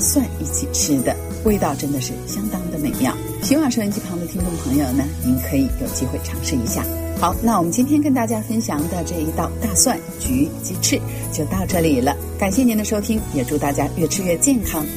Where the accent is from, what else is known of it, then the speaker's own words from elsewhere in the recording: China; 我们中国人